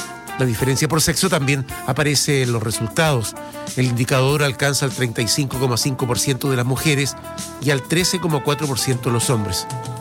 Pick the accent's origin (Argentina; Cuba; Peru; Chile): Chile